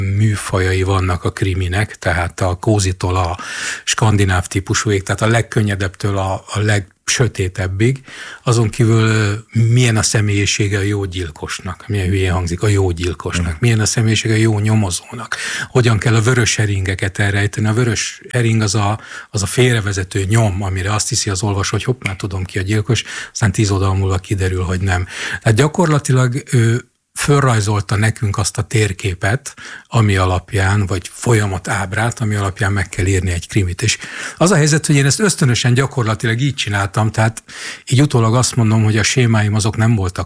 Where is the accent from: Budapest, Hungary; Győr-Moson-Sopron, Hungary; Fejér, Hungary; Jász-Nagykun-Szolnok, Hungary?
Jász-Nagykun-Szolnok, Hungary; Jászberény; moved away; hát én Jászberényi gyerek vagyok